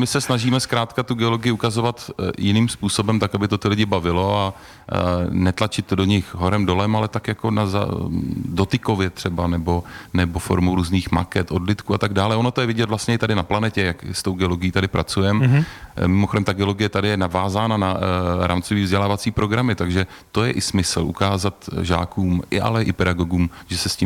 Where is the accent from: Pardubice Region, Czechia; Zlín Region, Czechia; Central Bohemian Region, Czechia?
Pardubice Region, Czechia; Chrudim; Já jsem z Chrudimi